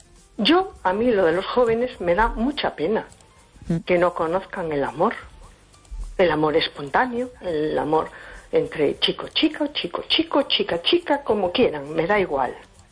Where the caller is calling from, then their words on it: A Coruña, Galicia, Spain; de Coruña.